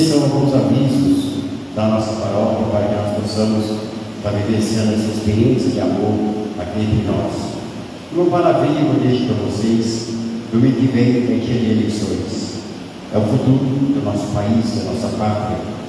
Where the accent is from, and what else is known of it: Brazil